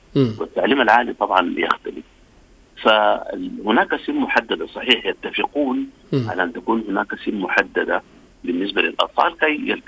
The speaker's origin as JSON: {"language": "Arabic", "country": "Sudan", "said": "بلدي السودان."}